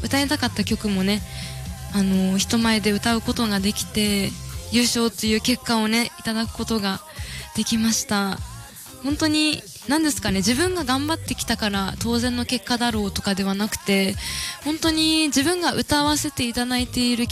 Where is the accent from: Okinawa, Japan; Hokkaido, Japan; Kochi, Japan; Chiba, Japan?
Hokkaido, Japan; の地元は北海道になっておりまして